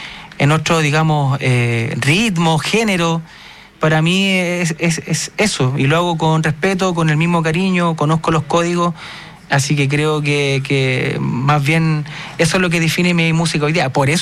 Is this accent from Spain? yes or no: no; Iquique, Tarapacá, Chile; now in Santiago, Chile; Antes, cuando yo estaba en Iquique, conectaba con estas fiestas, me preparaba para ir a estas fiestas. Uh-huh. Ahora que estoy acá en Santiago